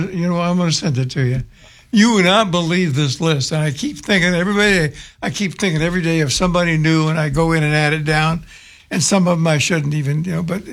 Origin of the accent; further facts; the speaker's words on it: Kentucky, United States; moved away as an adult; also born or lived in Hollywood; So here we are, back in my hometown.